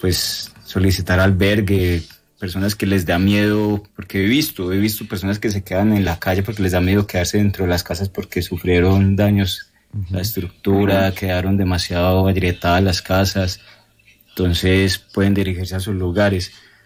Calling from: Pereira, Risaralda, Colombia; yo soy de Pereira, de acá de la ciudad de Pereira.

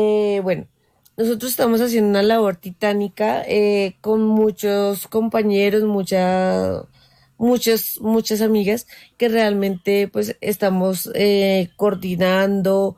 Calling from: Bogotá, Colombia; Desde Bogotá.

